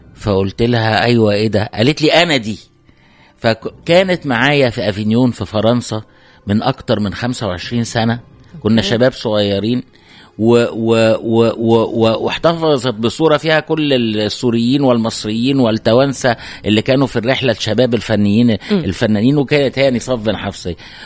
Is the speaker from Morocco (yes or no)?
no; Egypt; احنا طبعا من تونس هند موجودة في مصر